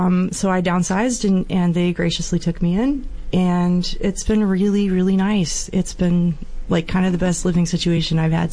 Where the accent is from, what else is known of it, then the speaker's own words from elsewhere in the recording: Alabama, United States; also born or lived in Georgia / Austin; now in Nashville, United States; I had been in Austin for, like, 15 years. I'm originally from Alabama and Georgia, but I'm a spiritual Texan.